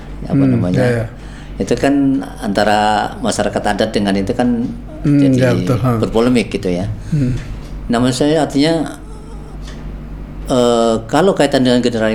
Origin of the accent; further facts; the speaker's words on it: Riau Islands, Indonesia; now in Riau, Indonesia